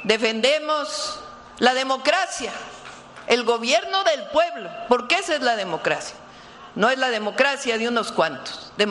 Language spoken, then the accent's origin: Spanish; Mexico; que los mexicanos y mexicanas decidamos qué ocurre en nuestro país.